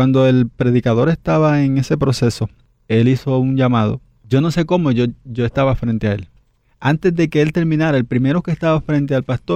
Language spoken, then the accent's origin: Spanish; Dominican Republic; el personal de la Federación de Deportes de la República Dominicana tuvo que bajar a mi pueblo. Y ahí, pues, ellos me vieron.